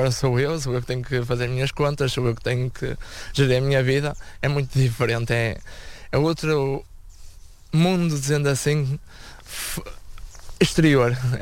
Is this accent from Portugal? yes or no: yes; Espinho, Norte, Portugal; sou natural daqui de Espinho.